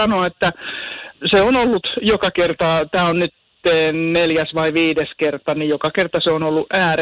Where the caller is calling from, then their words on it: Parikkala, South Karelia, Finland; täältä Parikkalasta mökiltä soittelee